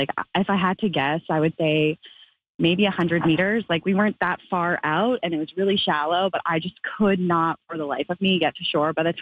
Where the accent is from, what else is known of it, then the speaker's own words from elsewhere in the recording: Manitoba, Canada; But I'm from Manitoba. I don't have a ton of experience with the ocean.